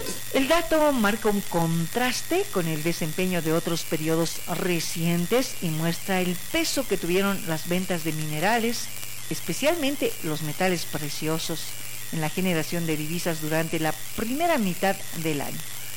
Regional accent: Bolivia

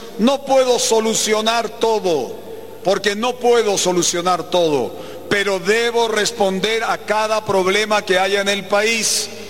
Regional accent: Tarija, Bolivia; como tarijeño, como boliviano, pero también como un amante de La Paz

